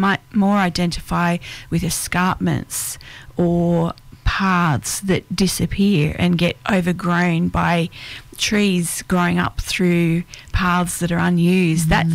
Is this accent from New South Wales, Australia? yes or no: yes; Sydney, New South Wales, Australia; also born or lived in Blue Mountains; now in Mystery Bay, Australia; Well, Richard and I both grew up in Sydney, but we sort of took off, both of us, pretty quickly. So I spent most of my younger years in the Blue Mountains.